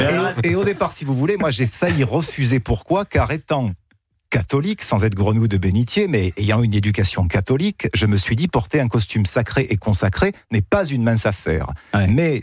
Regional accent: Marseille, Provence-Alpes-Côte d'Azur, France; Alors que moi, je viens de Marseille.

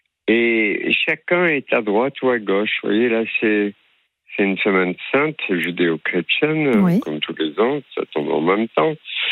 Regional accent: Orléansville, Chlef Province, Algeria; born there; Je suis né en Algérie de culture juive, donc les grandes familles. Je suis né à Orléansville et j'ai 4 enfants.

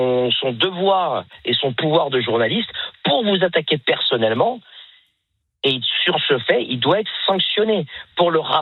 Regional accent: France; Moi, je suis d'origine tunisienne, d'accord. Je suis français d'origine tunisienne.

